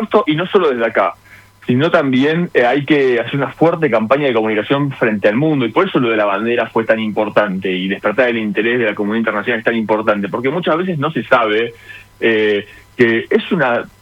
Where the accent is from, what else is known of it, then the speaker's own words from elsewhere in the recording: Argentina; no voy a poder porque me van a rechazar la solicitud porque soy argentino